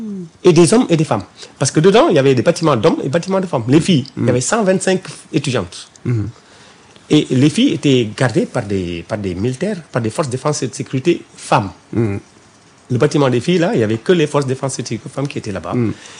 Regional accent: Germany; first language German; French is a second language; Je suis allemand c'est ma première langue aussi.

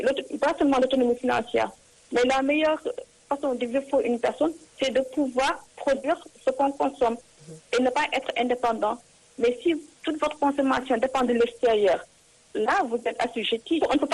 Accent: Dakar, Senegal; moved away as an adult; Donc, je suis née à Dakar et j'ai grandi à Dakar. Donc, quand j'ai obtenu mon université Gaston Berger de Saint-Louis, en sociologie, et après, j'ai voyagé en France pour poursuivre mes études.

